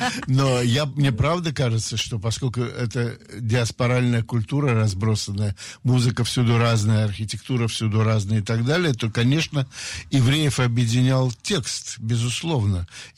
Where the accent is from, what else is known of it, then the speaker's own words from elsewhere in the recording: Saint Petersburg, Russia; Слушайте, я мальчик питерский, занимался карате, прошел русскую армию советскую, вообще командиром танка был